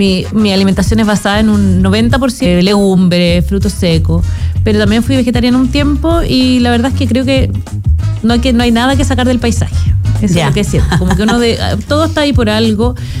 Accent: Santiago, Santiago Metropolitan Region, Chile; nosotros vivíamos en el Arrayán, en una casa como con harto jardín, con huerta, con árboles frutales, con nogales.

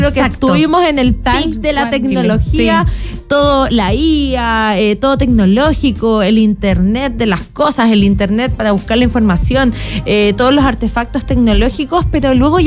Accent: Antofagasta, Chile; now in Santiago, Chile; yo que soy de Antofagasta, me gusta más el calorcito

